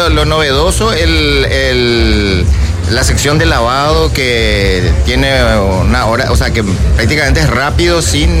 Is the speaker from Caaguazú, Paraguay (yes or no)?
no; Luque, Central, Paraguay; vengo de la ciudad de Luque.